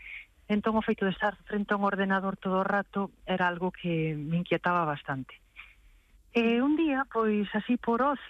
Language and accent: Galician; Santa Uxía de Ribeira, Galicia, Spain; also born or lived in New Jersey, United States; eu son de Santa Uxía de Ribeira, como moita xente da zona, pois emigramos. Entón, meus pais traballaban en Estados Unidos, en New Jersey, e eu estuve alá vivindo con eles cando era pequena, hasta os 12 anos.